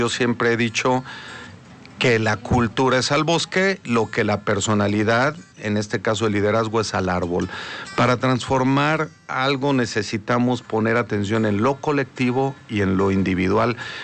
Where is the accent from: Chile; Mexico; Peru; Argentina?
Mexico; moved away as an adult; now in Germany; México es mi raíz, es en donde yo he nacido, en donde he crecido